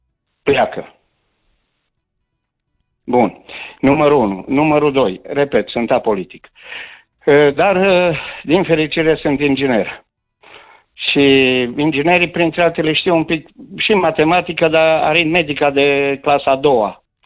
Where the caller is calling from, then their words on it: Cluj-Napoca, Cluj County, Romania; sunt din Cluj